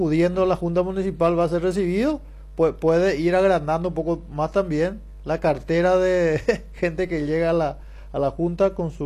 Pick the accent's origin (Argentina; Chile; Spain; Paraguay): Paraguay